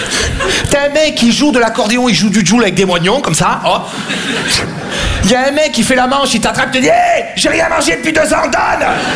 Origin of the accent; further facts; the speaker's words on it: Marseille, Provence-Alpes-Côte d'Azur, France; j'ai grandi à Marseille.